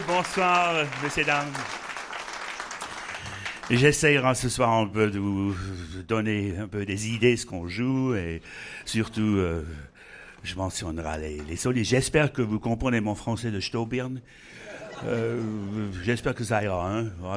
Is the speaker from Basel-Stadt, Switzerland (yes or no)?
yes; Basel, Basel-Stadt, Switzerland; comme on dit chez nous à Bâle